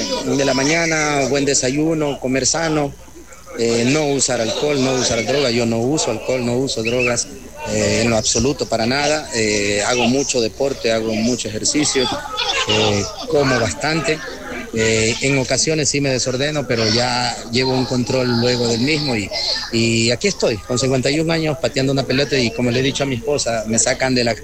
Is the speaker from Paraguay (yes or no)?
no; Esmeraldas, Ecuador